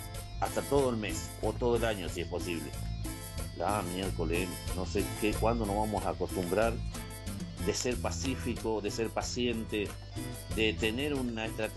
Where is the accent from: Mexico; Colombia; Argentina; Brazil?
Argentina; así somos los argentinos.